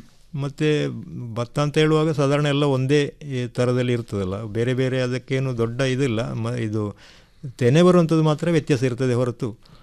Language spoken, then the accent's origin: Kannada; Karnataka, India; ನಮ್ಮ ಊರಿನ ಕೆಲವು ತಳಿಗಳು ಈ ಬೆಳ್ತಂಗಡಿ ಭಾಗದಿಂದ ಸ್ವಲ್ಪ ಸಿಕ್ಕಿತು.